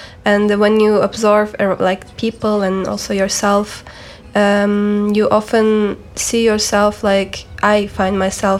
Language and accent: English; Istanbul, Turkey; moved away; for me it's such a symbol of my hometown, like neighborhood, because like in Istanbul there are so many public transportation